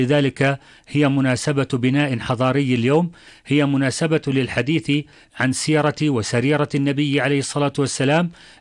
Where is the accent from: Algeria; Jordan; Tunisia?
Jordan; أن يعيد علينا هذه الذكرى على بلدنا الأردن المبارك